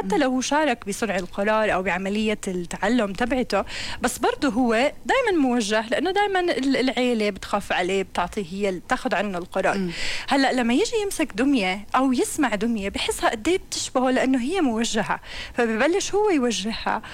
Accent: Jordan; first language Arabic; نحن اللغة العربية هي لغتنا نحن كأردنيين وكعرب

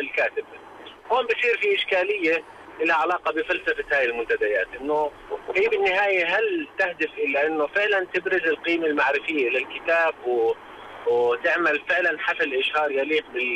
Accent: Jordan; احنا في عندنا بالاردن

